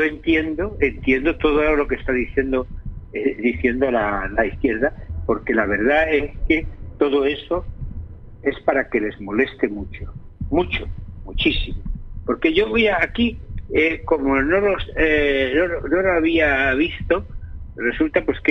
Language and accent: Spanish; Catalonia, Spain; siendo un catalán, nacido en Cataluña y gustándole Cataluña y queriendo a Cataluña...